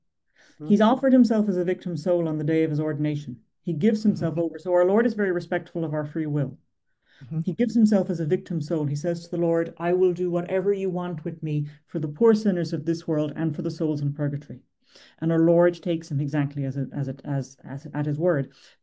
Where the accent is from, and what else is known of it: Ireland; born there